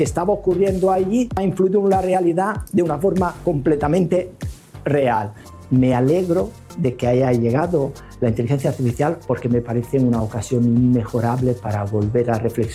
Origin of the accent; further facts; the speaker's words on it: Italy; En mi país, en Italia, hubo una campaña, un cartel electoral.